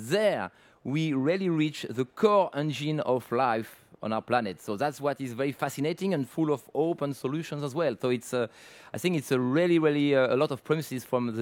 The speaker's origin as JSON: {"language": "English", "country": "France", "said": "I come from France, and I come from France."}